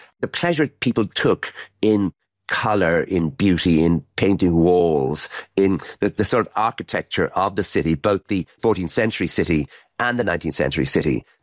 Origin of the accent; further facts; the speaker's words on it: Ireland; I'm Irish